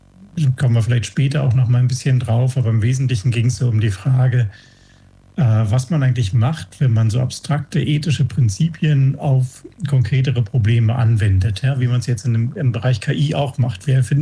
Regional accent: Berlin, Germany; born or raised there; moved away as an adult; also born or lived in Hamburg; now in Ingolstadt, Germany

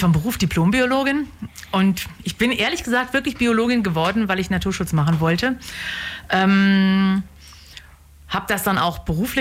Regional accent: Hanover, Lower Saxony, Germany; moved away as an adult; now in Southern Germany; Sie hören vielleicht, ich komme nicht aus Süddeutschland. Ich komme aus Hannover ursprünglich und bin dann aber mit meinem Mann nach Süddeutschland gezogen

